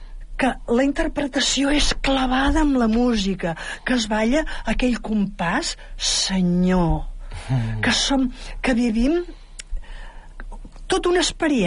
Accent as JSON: {"language": "Catalan", "town": "La Gornal", "region": "Catalonia", "country": "Spain", "moved": "as an adult", "lives_now": "El Vendrell, Spain", "said": "jo soc de la Gornal, sí, i vaig venir cap aquí a Vendrell, doncs, abans de casar-me, i ja m'he quedat aquí."}